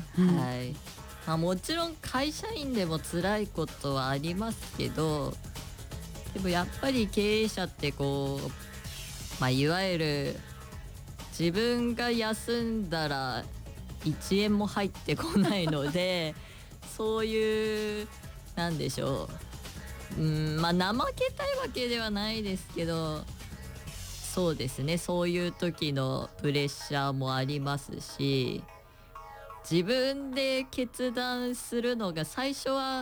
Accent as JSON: {"language": "Japanese", "town": "Misato", "region": "Saitama", "country": "Japan", "tie": "born or raised there", "moved": "yes", "lives_now": "Hatori, Ibaraki, Japan", "said": "育った埼玉県の、具体的に三郷市なんですけど"}